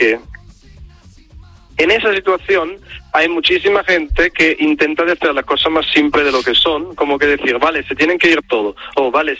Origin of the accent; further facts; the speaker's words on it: Italy; now in Ceuta, Spain; porque como yo soy italiano, en Ceuta me lo paso increíble, pero también yo no tengo familia aquí ni nada, entonces podría irme si quiero.